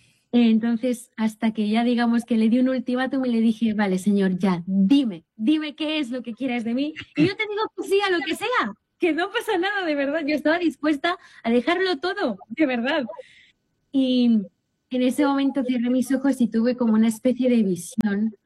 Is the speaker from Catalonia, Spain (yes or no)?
yes; Tarragona, Catalonia, Spain; born there; Yo soy nacida aquí en Tarragona, España, pero de sangre, pues mi sangre es hispana, ¿no? Es de Colombia